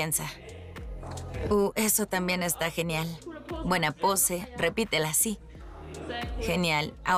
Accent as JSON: {"language": "Spanish", "town": "Aschaffenburg", "region": "Bavaria", "country": "Germany", "tie": "born or raised there", "moved": "yes", "said": "soy de Aschaffenburg."}